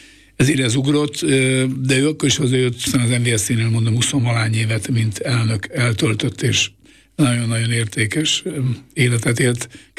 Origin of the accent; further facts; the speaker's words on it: Miskolc, Borsod-Abaúj-Zemplén, Hungary; én focit imádó családban nőttem föl. Eleven állok Vasgyárban, Miskolcon, ott születtem